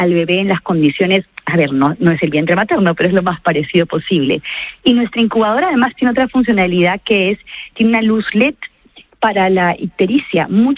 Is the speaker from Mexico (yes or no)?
no; Peru; now in Spain; yo soy una persona muy creyente y terminé en España, yo soy peruana